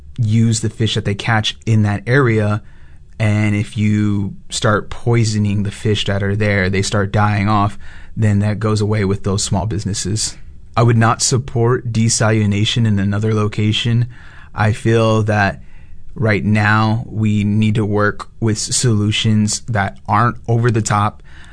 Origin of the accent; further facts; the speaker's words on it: San Antonio, Texas, United States; now in Corpus Christi, United States; I'm from San Antonio, Texas